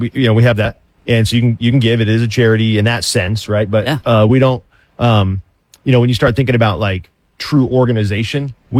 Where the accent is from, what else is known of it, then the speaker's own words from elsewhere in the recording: United States; I'm an American.